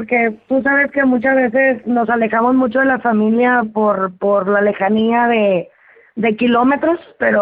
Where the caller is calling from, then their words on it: Monterrey, Nuevo León, Mexico; yo soy de Monterrey